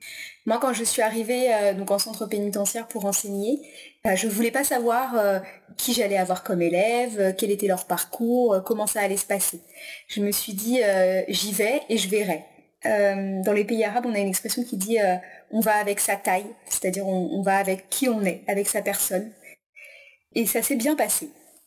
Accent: Brittany, France; moved away as an adult; now in Tours, France; Alors donc je suis de Bretagne, originaire de Bretagne, ma famille vit en Bretagne

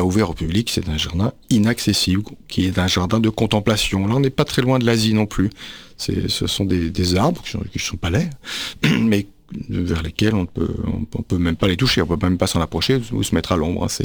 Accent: France

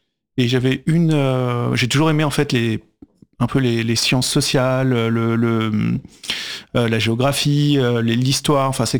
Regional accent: Paris, Île-de-France, France; Alors moi, je suis parisien. Hein, je suis parisien.

